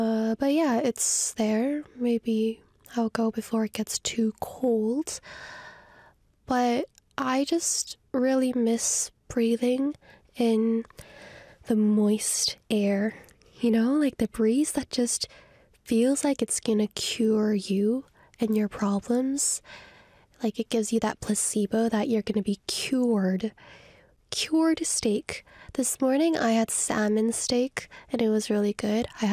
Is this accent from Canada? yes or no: yes; Canada; now in Korea; I lived in a very foresty place because I'm from Canada.